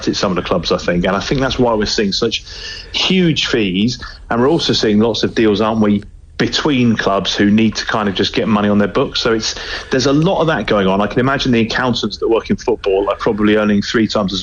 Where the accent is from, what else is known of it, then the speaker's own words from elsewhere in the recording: England, United Kingdom; Now, I'm English